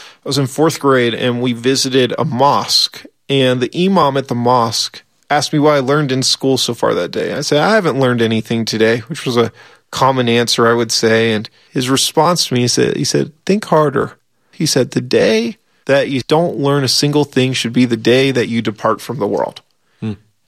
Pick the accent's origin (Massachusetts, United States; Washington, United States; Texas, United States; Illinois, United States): Washington, United States; Seattle; When I grew up in Seattle, I remember doing a field trip to downtown Seattle